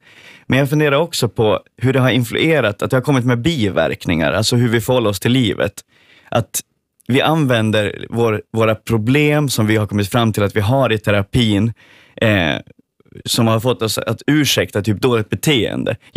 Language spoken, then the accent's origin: Swedish; Sweden; now in Finland; mitt hemland Sverige